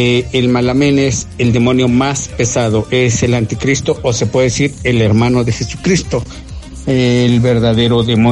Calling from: Chachapa, Puebla, Mexico; Ese soy yo, de Chachapa, Puebla.

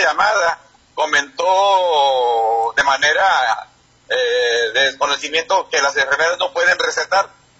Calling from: Baja California, Mexico; Del Valle de Mexicali, 43.

